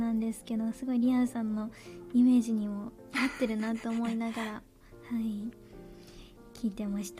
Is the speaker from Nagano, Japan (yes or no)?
no; Hokkaido, Japan; なんかゲストでもいつかまた出演していただいたりとかちょっとおかしな話、地元の北海道の話できたらなと思ってます